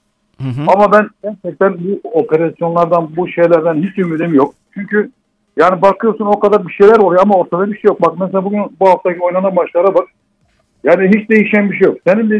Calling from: Izmir, İzmir, Turkey; ben İzmir'den

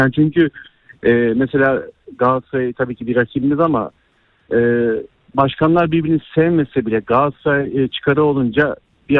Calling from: Istanbul, Turkey; ben İstanbul'dan.

